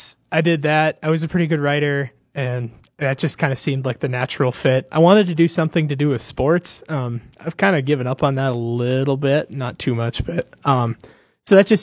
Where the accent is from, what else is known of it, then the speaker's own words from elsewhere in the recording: Argusville, North Dakota, United States; Well, I grew up in Argusville, which is a town just north of here, like 15 minutes. And I'm from there. I went to Northern Cass High School.